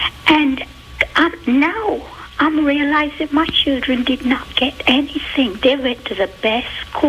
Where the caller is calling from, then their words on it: Montgomery, Alabama, United States; I'm from Montgomery, Alabama.